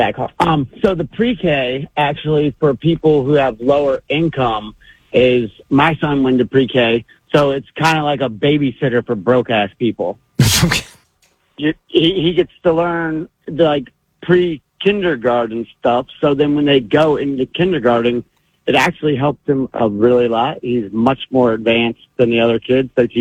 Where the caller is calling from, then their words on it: Sarasota, Florida, United States; Sarasota.